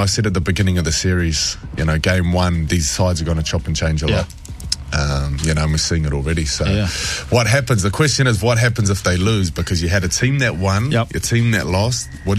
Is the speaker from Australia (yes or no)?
yes; Queensland, Australia; Like, I'm a Queenslander, I'm like, all for it.